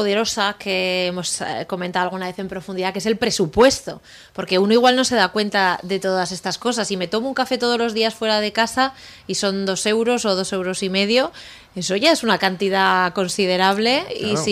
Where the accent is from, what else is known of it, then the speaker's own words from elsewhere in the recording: Spain; Porque somos ahorradores los españoles o los aragoneses.